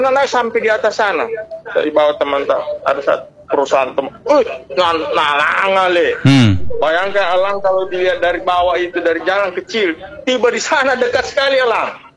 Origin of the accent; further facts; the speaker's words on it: Bone, South Sulawesi, Indonesia; born there; now in Palu, Indonesia; Saya kan lahir di Bon. Dukung Sulawesi Selatan.